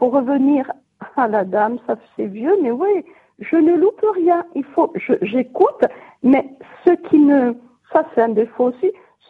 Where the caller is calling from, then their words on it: Corsica, France; moi, je suis française et j'habite en Corse